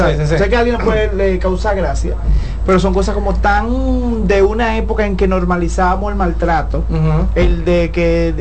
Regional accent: Dominican Republic; aquí habemos 6 dominicanos

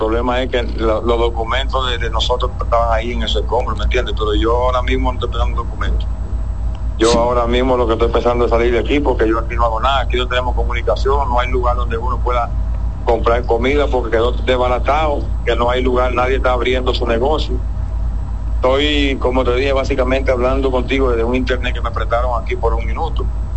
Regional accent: Dominican Republic; moved away as an adult; now in Venezuela; Yo lo que quisiera es estar en mi país ahora mismo.

